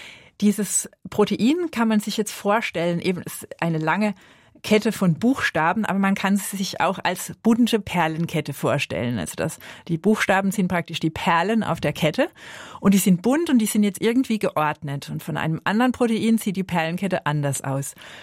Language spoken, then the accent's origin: German; Southern Germany, Germany; now in Switzerland; weil ich mir das als Süddeutsche oder jetzt auch hier in der Schweiz erlaube.